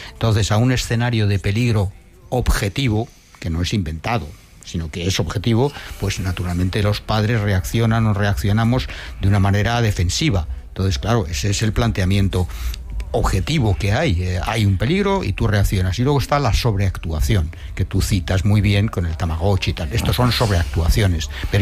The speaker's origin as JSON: {"language": "Spanish", "town": "Madrid", "region": "Community of Madrid", "country": "Spain", "tie": "born or raised there", "said": "los años 60, 70, de mi infancia, era un riesgo en Chamberí jugando las chapas. Esto era lo que yo hacía."}